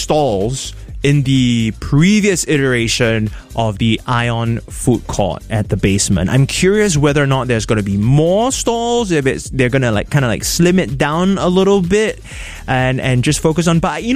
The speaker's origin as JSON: {"language": "English", "country": "Singapore", "said": "I cannot help but feel like, as a Singaporean, I'm like, bro"}